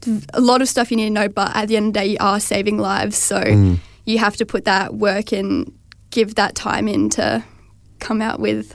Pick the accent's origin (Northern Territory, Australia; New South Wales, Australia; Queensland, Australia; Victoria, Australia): Northern Territory, Australia; Growing up in the Territory